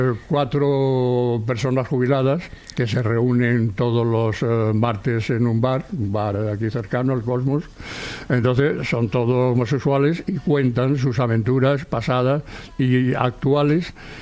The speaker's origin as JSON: {"language": "Spanish", "town": "Seville", "region": "Andalusia", "country": "Spain", "moved": "yes", "lives_now": "Barcelona, Spain", "said": "cuando vinimos de Sevilla."}